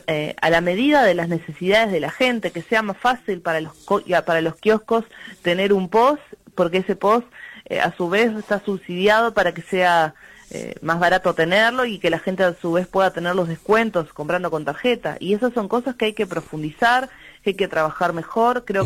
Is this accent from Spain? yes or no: no; Fray Bentos, Río Negro, Uruguay; Yo soy de Fraventos, además, entonces también soy frontera con Argentina